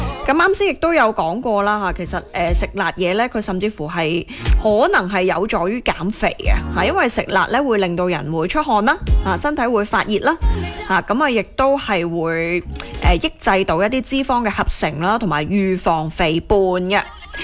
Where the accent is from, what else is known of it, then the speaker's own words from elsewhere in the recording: Guangdong, China; 我哋广东人